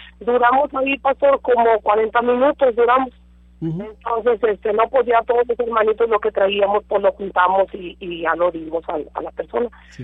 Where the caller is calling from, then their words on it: Matamoros, Tamaulipas, Mexico; somos de aquí de Matamoros